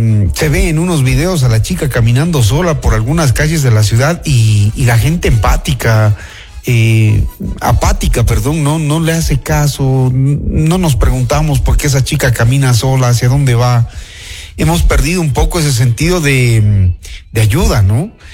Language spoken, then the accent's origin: Spanish; Ecuador; Somos ecuatorianos